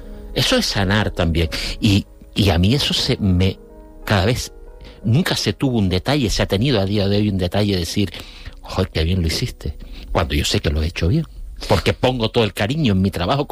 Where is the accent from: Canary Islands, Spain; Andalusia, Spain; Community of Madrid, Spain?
Canary Islands, Spain; La Orotava; Los dos somos de la Orotava.